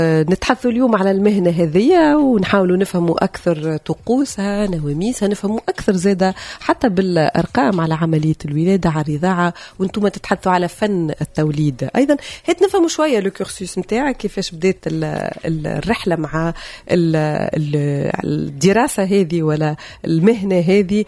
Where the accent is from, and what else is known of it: Tunisia; accent: Tunisian